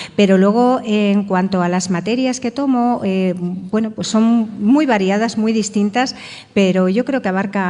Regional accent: Castile and León, Spain

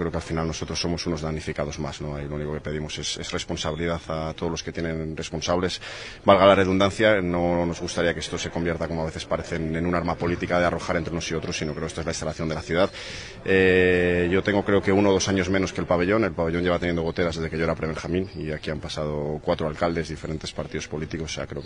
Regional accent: Valladolid, Castile and León, Spain; está claro que tanto como entrenador del equipo como hasta como vallisoletano, pues la incertidumbre que tenemos con un pabellón que debería se

